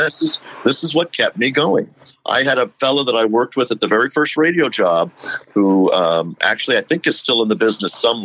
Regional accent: Los Angeles, California, United States; because when I was growing up in Los Angeles

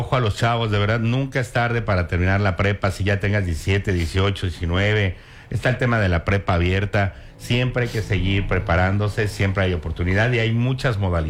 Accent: Tabasco, Mexico; somos tabasqueños

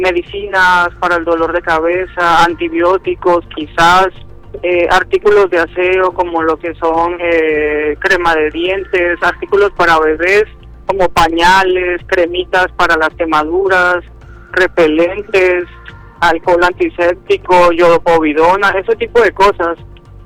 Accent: Colombia; now in Mexico; Nos estamos uniendo como país, como colombianos en el exterior, en general Ciudad de México y otros estados de acá

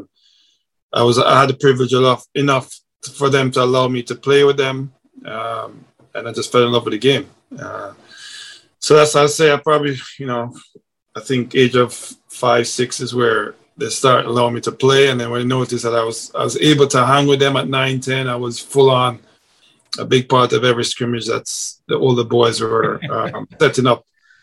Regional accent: Kingston, Jamaica; Yeah, I grew up in Kingston, Jamaica, with, you know, a big family. I'm a family-oriented person. So I grew up in Jamaica. I lived in Kingston, as I said.

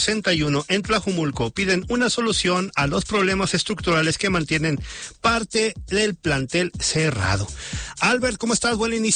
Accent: Mexico

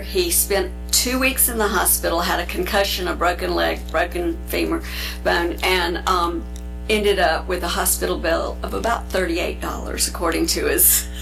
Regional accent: Honea Path, South Carolina, United States; now in Belton, United States; And even though I had grown up in neighboring Honeyapath, out in the country of Creightonville, they welcomed me

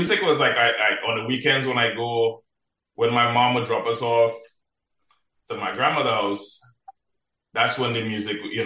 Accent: Marbella, Andalusia, Spain; born or raised there

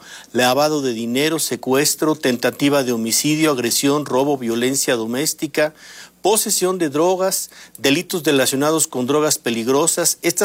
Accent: Mexico; No, Ciro, tampoco tengo doble nacionalidad. Entonces, yo solamente soy mexicano.

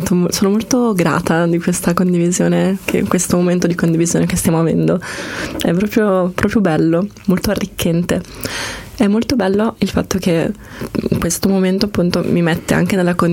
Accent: Lugano, Ticino, Switzerland; io sono cresciuta a Lugano

